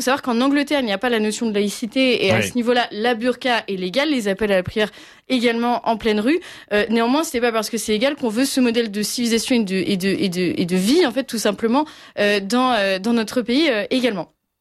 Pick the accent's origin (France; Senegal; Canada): France; accent: French accent (in English); Vous verrez mon accent français, franglais